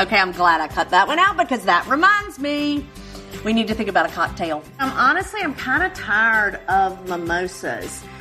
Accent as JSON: {"language": "English", "town": "Oxford", "region": "Mississippi", "country": "United States", "tie": "born or raised there", "said": "for an outdoor brunch in my hometown, Oxford, Mississippi."}